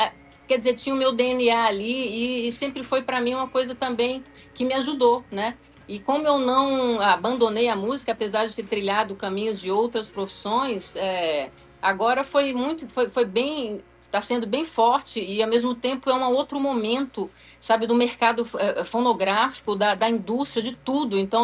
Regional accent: Vitória, Espírito Santo, Brazil; Eu sou de Vitória

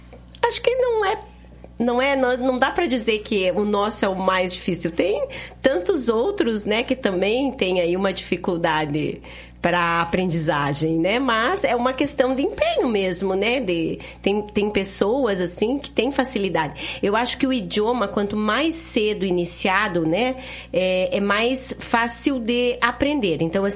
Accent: Rio Grande do Sul, Brazil; born or raised there; moved away as an adult; also born or lived in Recife; now in Curitiba, Brazil

